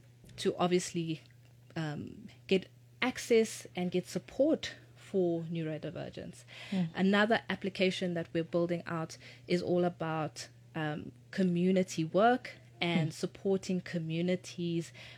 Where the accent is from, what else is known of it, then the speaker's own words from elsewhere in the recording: South Africa; And we, as South African women, are supporting South African, international women in sport